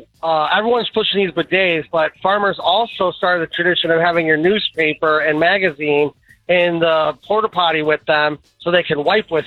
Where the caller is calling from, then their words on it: McHenry, Illinois, United States; from McHenry.